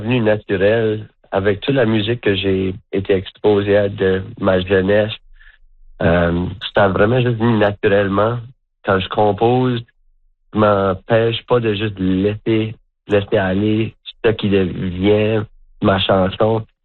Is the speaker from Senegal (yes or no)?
no; Fall River, Nova Scotia, Canada; En grandissant en Nouvelle-Écosse, je peux vous avouer que mon exposition à la musique francophone était très limitée. J'habitais dans une communauté anglophone à Fall River, Nouvelle-Écosse